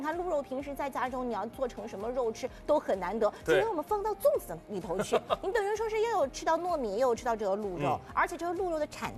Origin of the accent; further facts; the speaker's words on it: Shanghai, China; 我是上海人